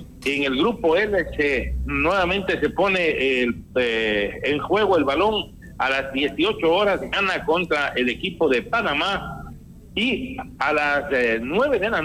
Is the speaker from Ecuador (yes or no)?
yes; Ecuador